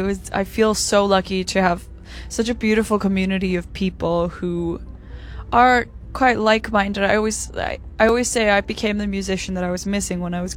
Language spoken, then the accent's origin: English; Iceland; Well, I'm from Iceland.